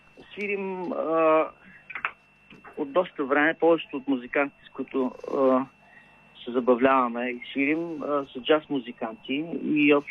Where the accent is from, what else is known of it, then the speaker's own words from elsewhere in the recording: Stara Zagora, Stara Zagora Province, Bulgaria; moved away; много обичам Стара Загора. Това е родния ми град.